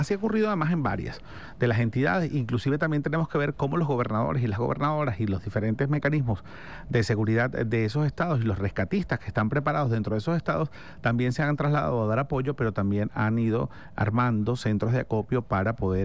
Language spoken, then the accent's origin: Spanish; Maracaibo, Zulia, Venezuela; moved away as an adult; now in Caracas, Venezuela; yo soy de Maracaibo y me vine a vivir a Caracas hace ya poco más de 20 años y eso es pues parte de mi desarrollo de vida.